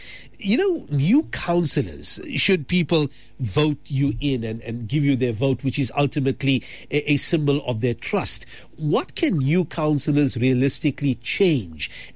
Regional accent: Durban, KwaZulu-Natal, South Africa; I'm from Overport

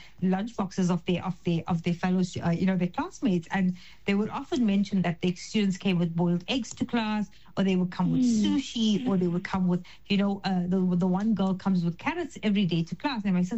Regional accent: South Africa; have we as a culture, as an Indian, our South African culture, have we become so reliant on unhealthy products simply because of ease

